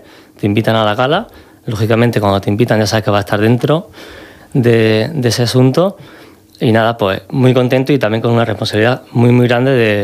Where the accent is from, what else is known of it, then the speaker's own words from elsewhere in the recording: Cehegín, Region of Murcia, Spain; Somos los dos de Cejín, fuimos al mismo colegio